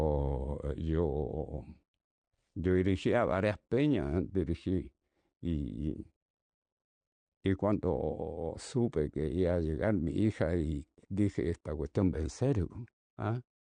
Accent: Lontué, Maule, Chile; born there; moved away as an adult; now in Santiago, Chile

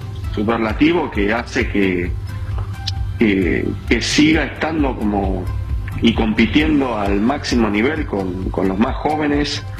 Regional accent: Argentina; A mí me encanta y me encanta cómo nos representa ante el mundo como argentino.

